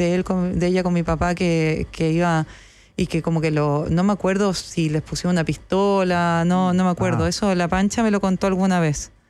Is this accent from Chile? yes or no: yes; Chile; moved away as an adult; now in Buenos Aires, Argentina